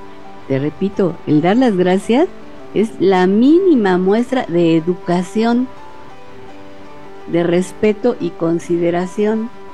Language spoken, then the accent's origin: Spanish; Mexico